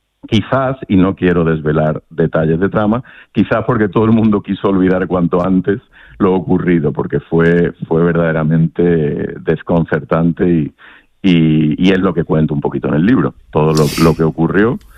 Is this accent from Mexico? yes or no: no; Málaga, Andalusia, Spain; Yo soy de Málaga